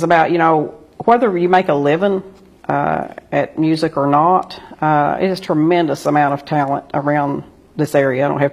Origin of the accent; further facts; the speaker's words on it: Appalachia, United States; growing up in Appalachia, or, you know, being in the country